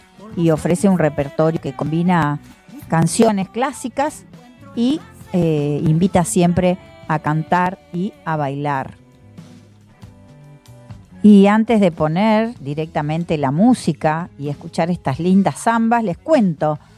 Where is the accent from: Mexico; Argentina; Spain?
Argentina; Santa Fe; en esta provincia, de donde yo soy, de Santa Fe